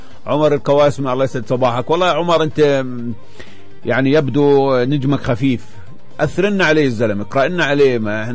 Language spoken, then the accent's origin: Arabic; Palestine; احنا كفلسطينية